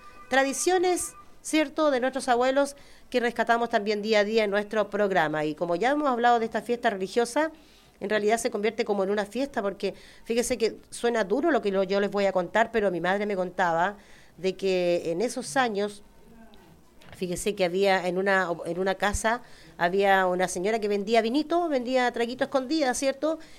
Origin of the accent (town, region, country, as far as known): Chile